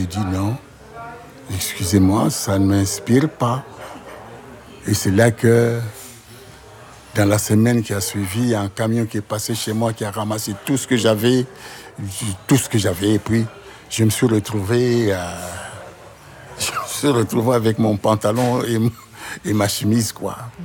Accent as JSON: {"language": "French", "town": "Paris", "region": "Île-de-France", "country": "France", "said": "Aujourd'hui, moi, je suis parisien. J'ai des amis marseillais."}